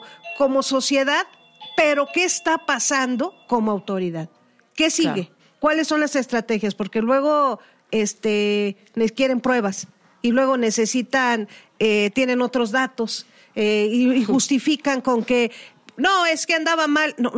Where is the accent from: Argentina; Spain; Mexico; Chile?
Mexico; Somos mexicanos